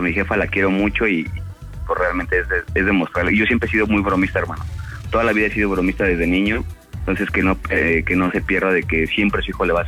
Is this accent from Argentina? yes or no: no; Mexico; Entonces, como todo mexicano, entonces yo luego les platico